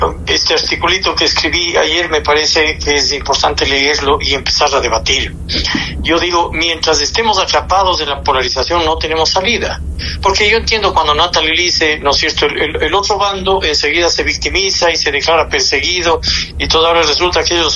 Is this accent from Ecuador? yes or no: yes; Ecuador; como un ecuatoriano que ha dedicado casi 40 años a dar batallas cívicas toda su vida